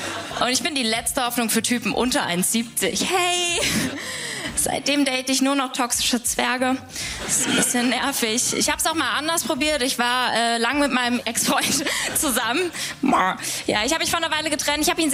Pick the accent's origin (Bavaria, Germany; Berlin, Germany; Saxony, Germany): Berlin, Germany; Ich komme aus Berlin und ich bin 1,60 groß.